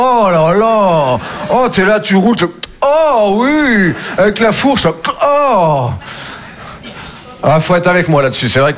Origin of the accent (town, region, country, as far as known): Nouvelle-Aquitaine, France